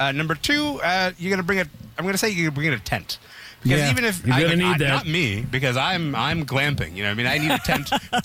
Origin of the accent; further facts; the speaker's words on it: Sudan; born there; moved away; I was born in Sudan, buddy.